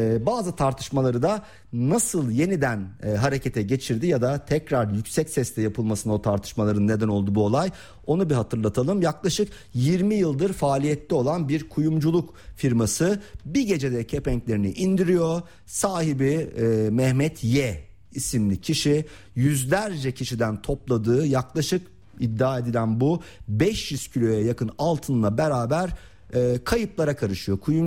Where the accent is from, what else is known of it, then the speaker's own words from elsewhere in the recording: Istanbul, Turkey; ben de hani doğma büyüme Fatihliyim, çok iyi bilirim o bölgeleri de.